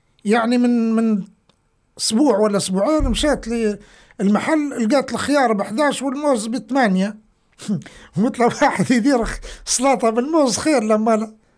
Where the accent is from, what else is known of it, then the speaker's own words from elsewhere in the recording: Libya; إحنا الليبيين يعطوا في 10,000 دولار لشباب باش يهربوهم لتركيا